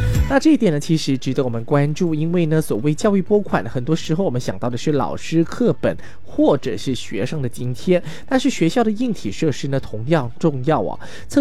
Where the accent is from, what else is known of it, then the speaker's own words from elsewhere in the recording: Sabah, Malaysia; 像我们沙巴这边呢，有些地区之间的距离比较远哦